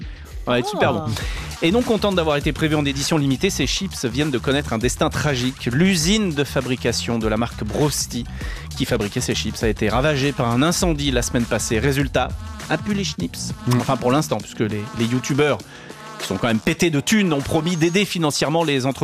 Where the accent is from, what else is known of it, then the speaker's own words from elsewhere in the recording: Switzerland; Alors si jamais chez nous en Suisse